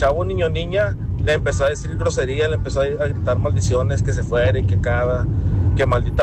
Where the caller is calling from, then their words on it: Monterrey, Nuevo León, Mexico; Yo soy de acá de Monterrey, Nuevo León.